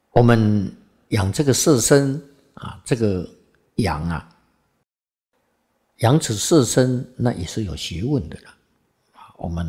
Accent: Xizhi, northern Taiwan, Taiwan; born there; 因为我是在北部出生的嘛。啊，我在戏子出生的嘛

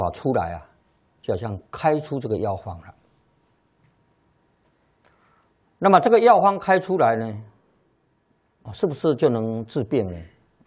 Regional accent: China

